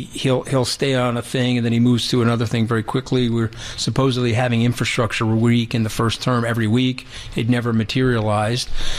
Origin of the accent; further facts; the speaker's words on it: New York, United States; I'm a New Yorker, so I started blasting back.